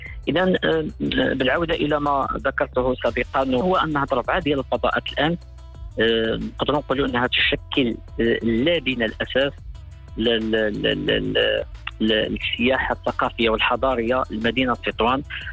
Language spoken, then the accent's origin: Arabic; Morocco; فاللي كيميزنا إحنا كمغاربة أو كمغرب كبلد